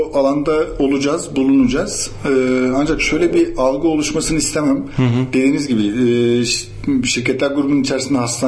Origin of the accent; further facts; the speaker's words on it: Afyonkarahisar, Turkey; Ben de Afyonluyum bu arada.